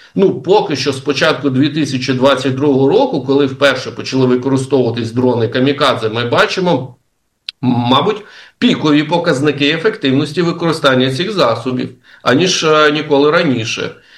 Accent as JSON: {"language": "Ukrainian", "town": "Odesa", "region": "Odesa Oblast", "country": "Ukraine", "said": "не тільки я, усі одесити"}